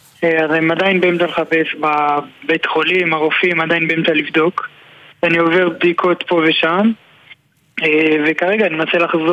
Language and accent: Hebrew; Jerusalem, Jerusalem District, Israel; born there; now in Ofra; אני יהוד, נולדתי בירושלים, כיום גר באופרה